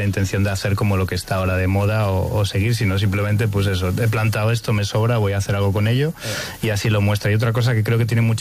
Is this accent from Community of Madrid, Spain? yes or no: yes; Community of Madrid, Spain